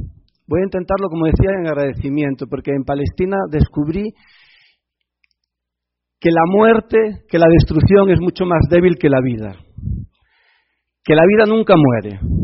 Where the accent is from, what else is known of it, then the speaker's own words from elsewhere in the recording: Galicia, Spain; moved away; de donde yo soy están todos durmiendo